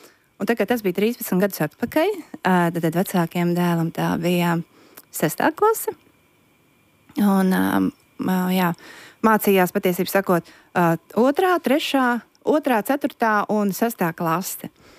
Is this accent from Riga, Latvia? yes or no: yes; Riga, Latvia; moved away as an adult; mēs esam no Rīgas un aizbraucām dzīvot reģionā.